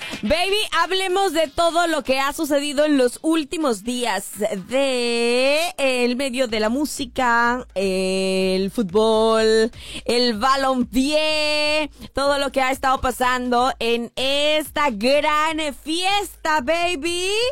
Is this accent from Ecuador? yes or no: no; Mexico; yo como mexicana